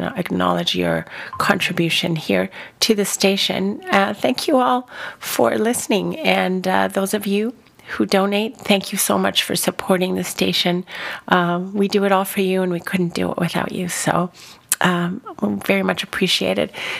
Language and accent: English; Madrid, Community of Madrid, Spain; moved away; Madrid, my hometown.